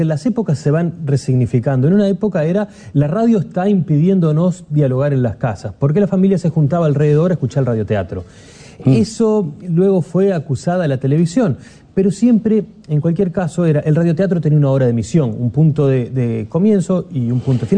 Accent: Uruguay; esa sensación de uruguayés que tenemos todos

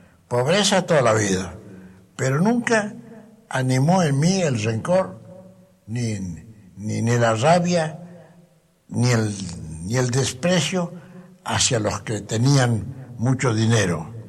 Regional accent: Argentina; un argentino pobre

